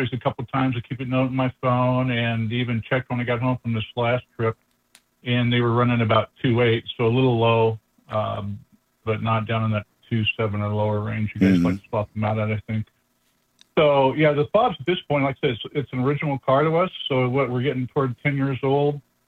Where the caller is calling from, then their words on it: Sioux Falls, South Dakota, United States; I'm calling from about 20 miles down the road in southeast Sioux Falls.